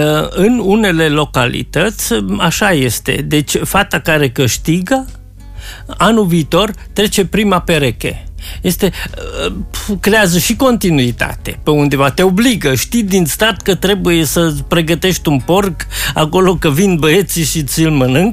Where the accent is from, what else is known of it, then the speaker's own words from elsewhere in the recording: Cenad, Timiș County, Romania; Pe vremea mea, în copilărie mea, la Cenad